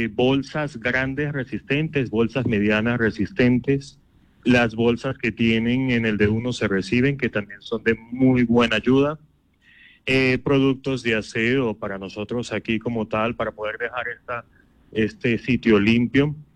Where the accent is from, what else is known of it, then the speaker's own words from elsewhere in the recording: Venezuela; Yo no soy de aquí, yo soy de Venezuela